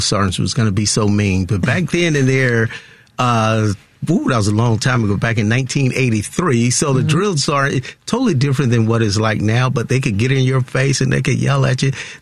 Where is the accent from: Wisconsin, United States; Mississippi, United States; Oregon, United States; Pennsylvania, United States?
Mississippi, United States; Biloxi; And I grew up on the Gulf Coast, right there, a little small town, Biloxi, Mississippi.